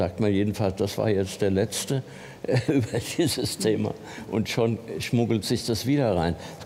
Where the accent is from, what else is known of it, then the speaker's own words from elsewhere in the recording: Hesse, Germany; now in Berlin, Germany; wo ich da im Taunus in einem kleinen engen Tal aufgewachsen bin im Wald.